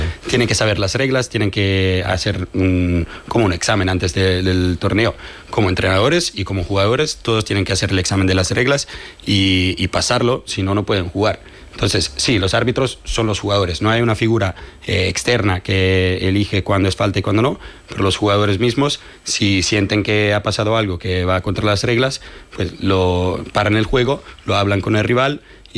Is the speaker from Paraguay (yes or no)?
no; Italy; moved away as an adult; now in Logroño, Spain; Soy italiano, jugué en la selección italiana muchos años.